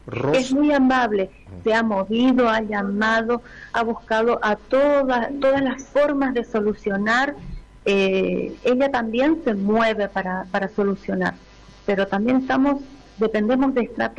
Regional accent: Argentina; si como ciudadano también, como ciudadano argentino.

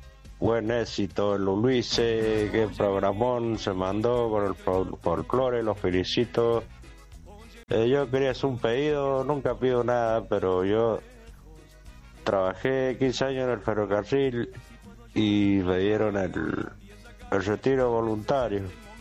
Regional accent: Palmira, Mendoza, Argentina; Soy de Mendoza, de Palmira, acá, de la zona este.

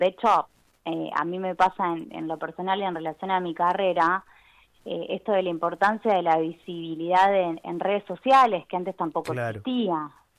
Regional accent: Argentina; Creo que como argentinos

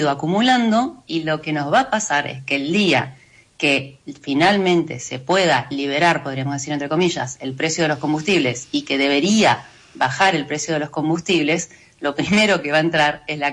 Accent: Argentina

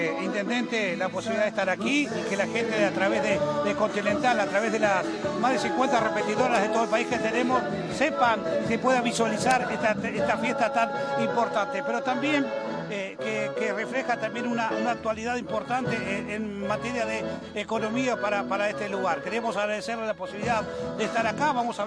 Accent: Bolívar, Buenos Aires Province, Argentina; Yo soy de Bolívar, los pago de caucho.

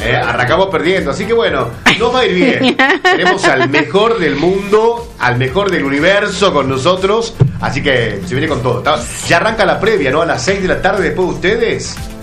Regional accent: Argentina; Somos argentinos. Aparte, los argentinos somos exitistas

